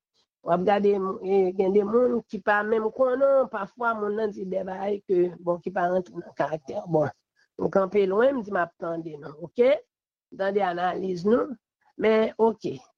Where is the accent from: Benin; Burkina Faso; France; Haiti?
Haiti; en tant que haïtien seulement, que nous avons.